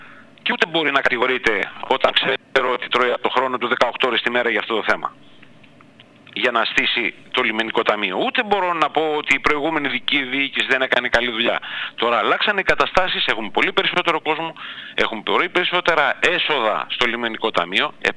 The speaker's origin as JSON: {"language": "Greek", "area": "Samos", "region": "North Aegean", "country": "Greece", "said": "Εγώ, σαν Σαμιώτης, σαν πολίτης"}